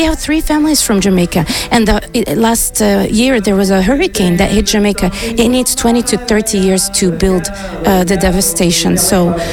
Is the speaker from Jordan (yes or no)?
yes; Jordan; now in Aroostook County, United States; I am from Jordan, and … is a Jordanian name.